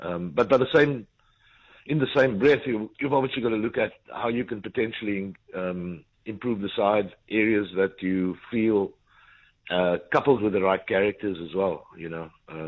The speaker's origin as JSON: {"language": "English", "country": "South Africa", "said": "as a South African, I think that's a trait we all possess"}